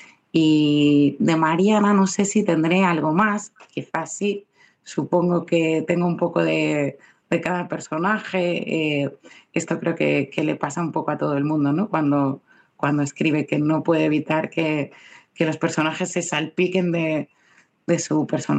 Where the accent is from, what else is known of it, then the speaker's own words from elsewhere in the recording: Vigo, Galicia, Spain; born there; moved away as an adult; also born or lived in Braga, Portugal; Vigo es mi ciudad, ¿no?